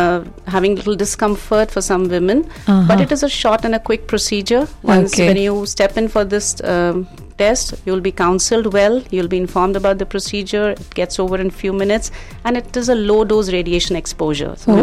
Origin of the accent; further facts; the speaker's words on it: Dehradun, Uttarakhand, India; also born or lived in UAE; now in Ahmedabad, India; I'm originally from Dehradun.